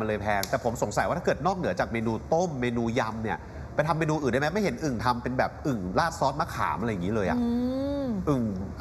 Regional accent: Southern Thailand, Thailand; อโมราผมคนใต้ไงผมก็เลยโนรา

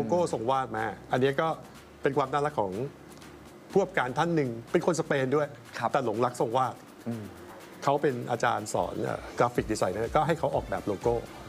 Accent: Bangkok, Thailand; เราเป็นคนที่เกิดและโตที่นี่เป็นคนพื้นที่เนาะ

